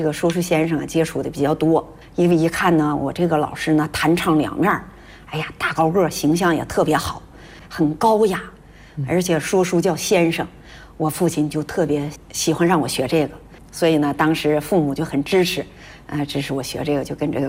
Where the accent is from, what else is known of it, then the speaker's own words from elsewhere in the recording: Wuchang, Heilongjiang, China; 我老家在黑龙江省五常市，兴盛乡新家村沟余家屯儿。